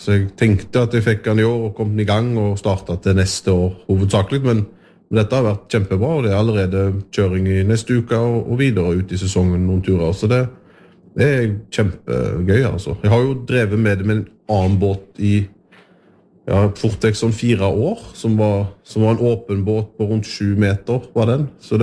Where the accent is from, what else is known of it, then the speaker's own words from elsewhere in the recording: Rogaland, Norway; Og så er det jo fjorden ligger meg, og som nært da, som vestlending og ute på Haugalandet med å bruke den, så det har føltes naturligt.